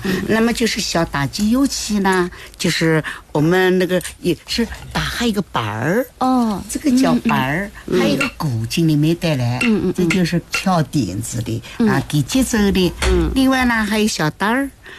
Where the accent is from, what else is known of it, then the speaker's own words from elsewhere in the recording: Nanning, Guangxi, China; 叫我们南宁人吃酒的小酒本儿